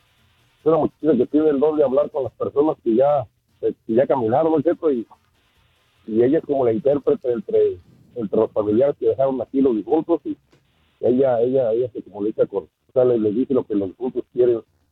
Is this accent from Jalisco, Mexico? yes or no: no; Michoacán, Mexico; Soy Michoacano